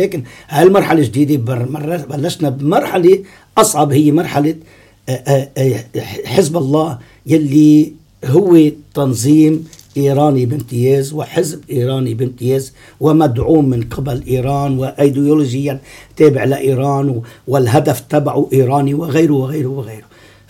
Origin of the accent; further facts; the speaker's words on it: Lebanon; كلبنانيين